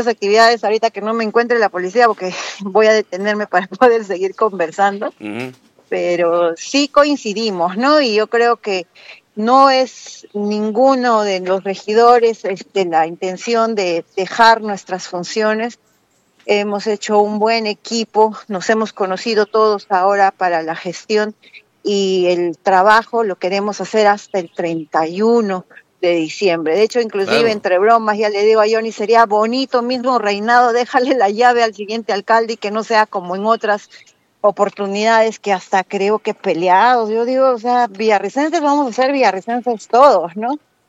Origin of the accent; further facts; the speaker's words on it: Rosario, Santa Fe, Argentina; Yo soy rosarina, ex rosarina